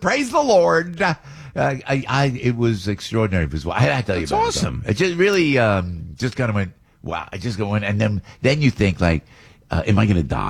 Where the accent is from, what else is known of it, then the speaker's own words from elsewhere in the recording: New Jersey, United States; But look, I'm from Jersey, and I'm cynical of everything.